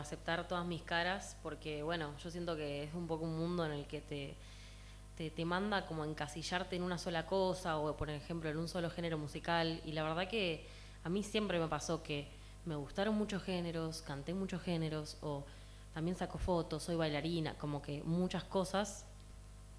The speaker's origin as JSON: {"language": "Spanish", "region": "Buenos Aires", "country": "Argentina", "moved": "as an adult", "lives_now": "Buenos Aires western suburbs, Argentina", "said": "yo soy de Capital Federal, pero ahora estoy viviendo en zona oeste. Me escapé un poco del ruido de la ciudad."}